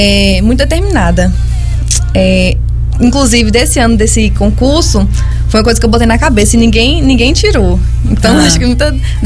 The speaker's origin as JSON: {"language": "Portuguese", "town": "Serra", "country": "Brazil", "said": "Ah, eu sou daqui mesmo, de Serra."}